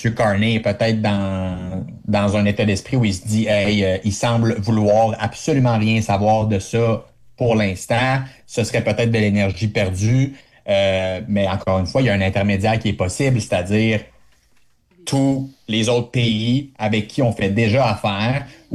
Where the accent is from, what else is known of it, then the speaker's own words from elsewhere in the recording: Canada; au Canada, en tant que Canadien